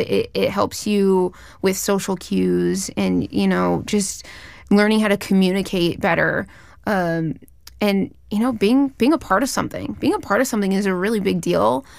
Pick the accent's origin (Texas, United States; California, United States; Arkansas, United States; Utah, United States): California, United States